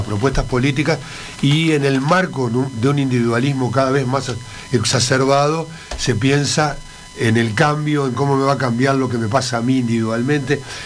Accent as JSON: {"language": "Spanish", "country": "Uruguay", "said": "yo como uruguayo estoy pendiente, porque evidentemente a la suerte de Uruguay"}